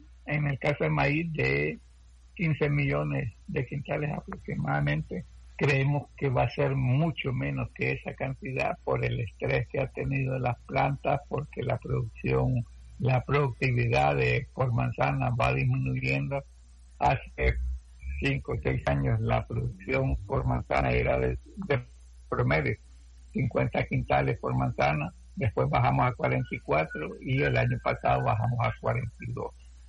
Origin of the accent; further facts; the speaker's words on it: El Salvador; como buenos salvadoreños, seguir produciendo para garantizar la comida o la alimentación en las ciudades.